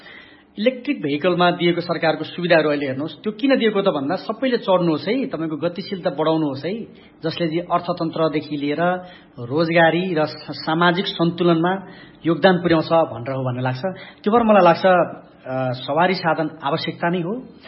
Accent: Khotang, Koshi Province, Nepal; born there; moved away; मेरो घर खोटाङ हो, म यहाँबाट करिब 200-300 किलोमिटर

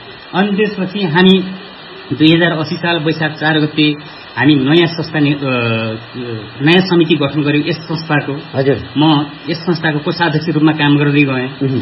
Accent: Rolpa, Lumbini Province, Nepal; म हुन चाहिँ यहीँको स्थानीय हो, मेरो जन्म पनि यहीँ भएको हो।

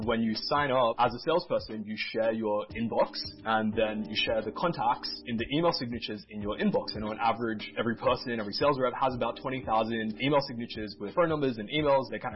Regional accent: Australia; I'm an Australian tech entrepreneur.

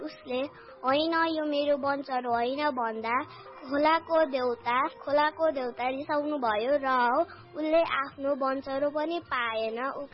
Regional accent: Belchautara, Gandaki Province, Nepal; मेरो घर बेलचौतारा सिलाङगारी हो।

